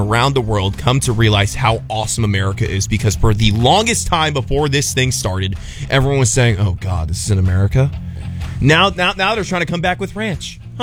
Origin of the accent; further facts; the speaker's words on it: the South, United States; I am from the South.